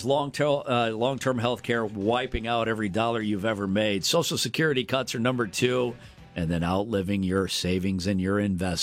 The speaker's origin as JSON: {"language": "English", "town": "Chicago", "region": "Illinois", "country": "United States", "tie": "born or raised there", "said": "there was a legendary radio guy when I was growing up in Chicago named Larry Lujack."}